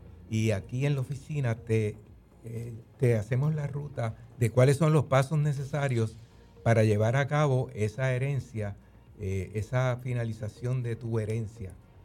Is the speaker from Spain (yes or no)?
no; Puerto Rico; Pues somos de Puerto Rico.